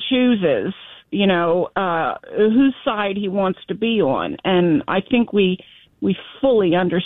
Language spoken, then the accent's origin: English; Baltimore, Maryland, United States; you know, I was born and raised in Baltimore. And I hate what's happened to our beautiful city.